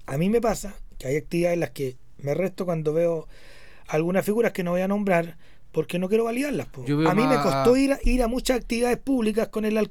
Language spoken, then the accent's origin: Spanish; Parral, Maule, Chile; born there; Yo nací en Parral, no, ojo, nada, tengo nada en contra de Parral.